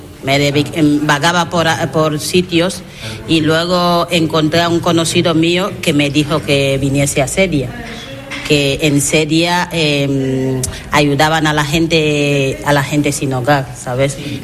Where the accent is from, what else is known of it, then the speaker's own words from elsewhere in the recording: Equatorial Guinea; Como toda Guinea, ¿sabes? En mi país somos católicos. Y nosotros creemos en Dios.